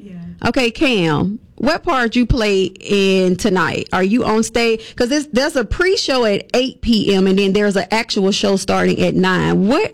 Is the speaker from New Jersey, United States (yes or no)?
no; West End, Alabama, United States; also born or lived in Bessemer; I grew up in West End, and then we moved to Big Belsma, which is why I say I'm Big Belsma by way of West End. I grew up right behind Sheba Grocery Store, baby.